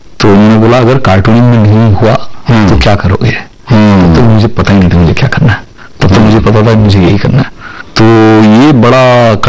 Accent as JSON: {"language": "Hindi", "town": "Mathabira", "region": "Odisha", "country": "India", "tie": "born or raised there", "also_born_or_lived": "Bhilai", "said": "तब तक हम उड़ीसा शिफ्ट हो चुके थे भिलाई से, और ये बहुत छोटा सा गांव था, इसका नाम माथाबिरा है। मतलब वहां आप … माथाबिरा लिख के चिट्ठी डालिए मेरे घर आ जाती थी"}